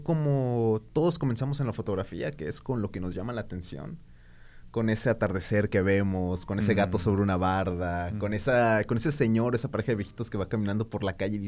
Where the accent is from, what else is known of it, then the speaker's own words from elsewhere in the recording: Tepic, Nayarit, Mexico; soy orgullosamente tepicense, de formación soy sociólogo y soy arquitecto.